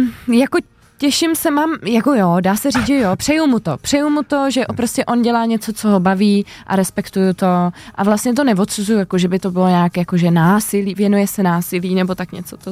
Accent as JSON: {"language": "Czech", "region": "Prague", "country": "Czechia", "tie": "born or raised there", "moved": "as an adult", "lives_now": "near Prague (Roztoky area), Czechia", "said": "Já jsem celoživotně Praha 6."}